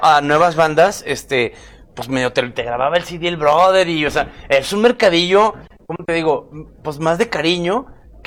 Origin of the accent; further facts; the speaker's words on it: Chihuahua, Mexico; Yo soy de Chihuahua y la primera vez que fui al Chopo